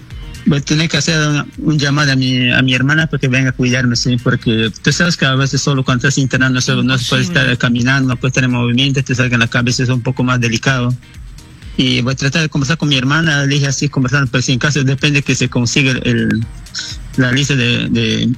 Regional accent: Nueve Paraíso, Loreto, Peru; Sí, yo soy natural de Nueve Paraíso, Quebrada Poli, Río Momón, pertenece al distrito de Punchana.

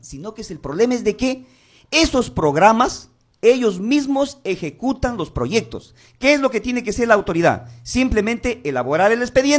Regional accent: Cajaruro, Amazonas, Peru; nosotros como Cajaruro

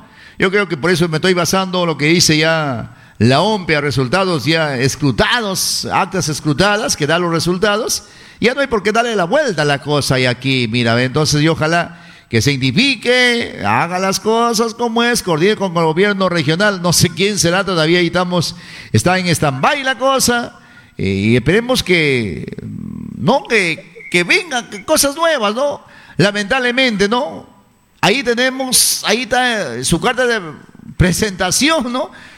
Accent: La Peca, Amazonas, Peru; now in Bagua Grande, Peru; por mi pueblo, por La Peca

